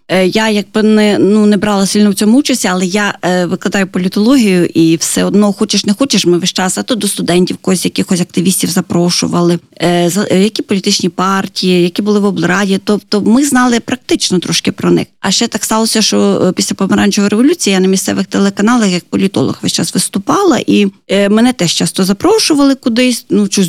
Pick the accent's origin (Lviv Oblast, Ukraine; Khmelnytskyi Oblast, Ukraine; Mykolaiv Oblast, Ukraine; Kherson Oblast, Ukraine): Lviv Oblast, Ukraine; Львівщина.